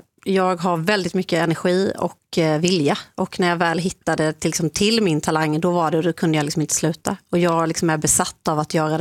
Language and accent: Swedish; Småland, Sweden; Jag kommer ju från Småland, i liksom uppvuxen i en familj som hållit på mycket så med metallindustri